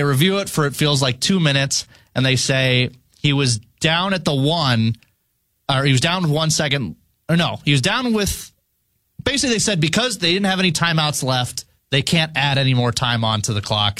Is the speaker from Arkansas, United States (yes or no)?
no; Iowa, United States; I'm from Iowa, obviously. But the whole state just shuts down for that game.